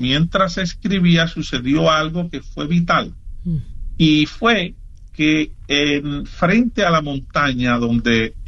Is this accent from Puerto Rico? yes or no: yes; Corozal, Puerto Rico; moved away; en el pueblo de Corozal, en mi país natal